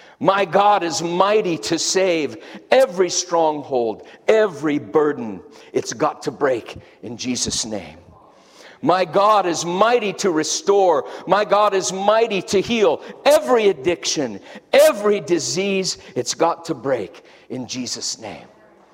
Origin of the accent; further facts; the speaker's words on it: Denver, Colorado, United States; Well, I grew up in North Denver.